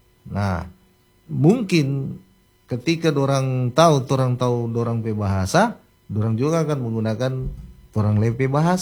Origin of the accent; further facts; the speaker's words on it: North Sulawesi, Indonesia; kita ini orang Minahasa Tenggara